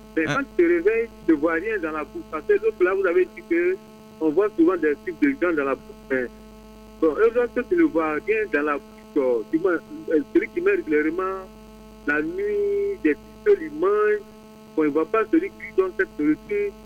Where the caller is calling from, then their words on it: Abidjan, Côte d’Ivoire; Je vous appelle de Yopougon.